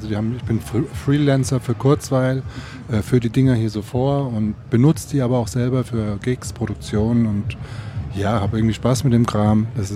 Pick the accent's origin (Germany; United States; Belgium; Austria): Germany; Frankfurt, Hesse; Ich bin ja aus Frankfurt